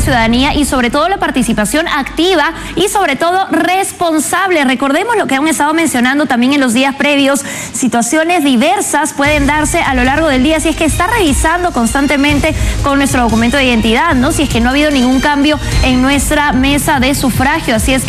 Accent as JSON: {"language": "Spanish", "country": "Peru"}